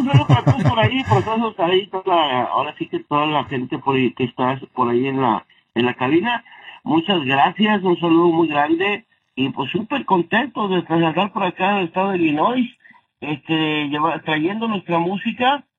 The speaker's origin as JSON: {"language": "Spanish", "town": "Apodaca", "region": "Nuevo León", "country": "Mexico", "tie": "born or raised there", "said": "somos de Apodaca, Nuevo León, México. Ahí es donde iniciamos."}